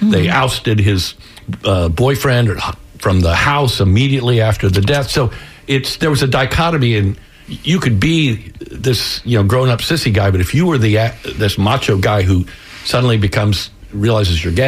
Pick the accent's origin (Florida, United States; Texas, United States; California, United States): Florida, United States; Tampa; and this is something you know growing up in Tampa